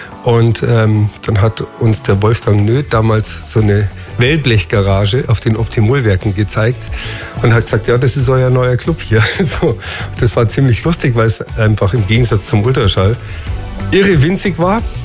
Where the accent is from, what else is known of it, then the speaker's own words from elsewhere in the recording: Bavaria, Germany; Also ich komme aus dem Land, aus dem Nürnberger Land und unsere Gemeinde hatte da so ein Pfarrhaus oder ein Gemeindehaus und da haben wir den Keller zur Verfügung bekommen. Da war ich 14